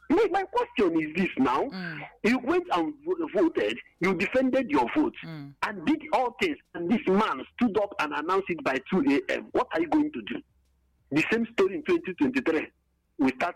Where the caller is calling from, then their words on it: Enugu, Enugu State, Nigeria; I'm calling from Enugu.